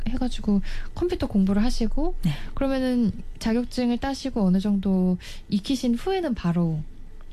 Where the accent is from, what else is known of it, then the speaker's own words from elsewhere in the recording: North Korea; 그리고 하나님에 대해서도 북한에서는 되게 폐쇄적으로 교육을 하잖아요. 그래서 우리 고향 주민들에게